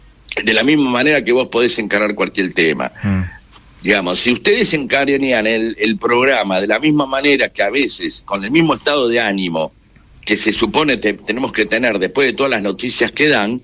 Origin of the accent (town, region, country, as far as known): Argentina